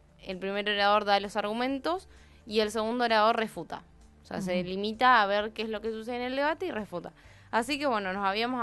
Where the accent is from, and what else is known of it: Argentina